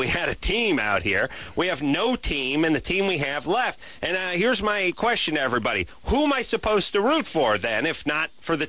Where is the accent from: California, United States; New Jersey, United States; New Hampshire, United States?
California, United States; Los Angeles; It's like I grew up in Los Angeles.